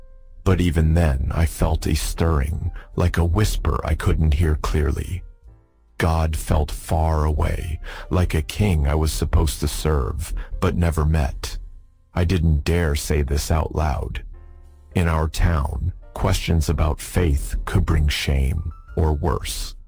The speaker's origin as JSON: {"language": "English", "town": "Bandar Bushehr", "region": "Bushehr Province", "country": "Iran", "tie": "born or raised there", "said": "I was born in 1958 in Bandar Bushehr, a dusty port city by the Persian Gulf."}